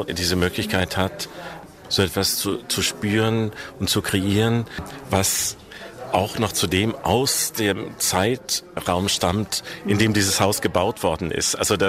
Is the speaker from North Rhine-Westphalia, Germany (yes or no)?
yes; Essen, North Rhine-Westphalia, Germany; außer dass wir zusammen studiert haben in Essen, in meiner Heimatstadt.